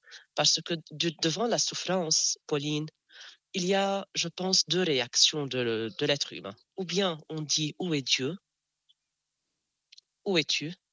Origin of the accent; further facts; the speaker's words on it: Jounieh, Keserwan-Jbeil, Lebanon; Et puisque je suis de Jounieh, vous voyez, L'élève ou bien l'enfant dépend de son environnement. À Joigny, il y a la plage, il y a la mer.